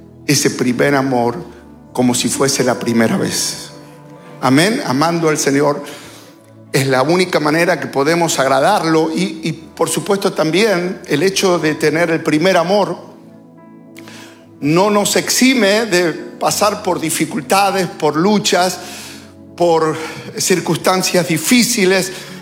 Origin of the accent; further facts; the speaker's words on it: Buenos Aires, Argentina; Yo era bien jovencito. Me crié en la Capital Federal, así que yo nunca hice asado.